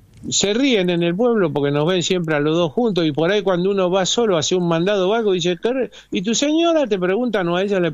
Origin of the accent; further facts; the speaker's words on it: Rosario, Santa Fe, Argentina; born there; now in near San Lorenzo, Argentina; Yo nací en Rosario.